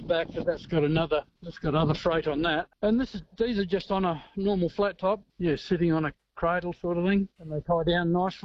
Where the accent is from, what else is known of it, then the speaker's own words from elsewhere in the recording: Western Australia, Australia; Yep, I'm from Mora in WA, where they're going, and I got pretty well conned into carting them.